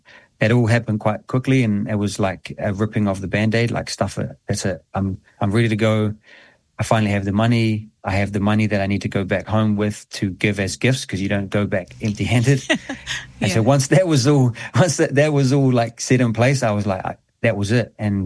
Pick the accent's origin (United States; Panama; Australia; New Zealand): New Zealand; I look back at my childhood growing up in New Zealand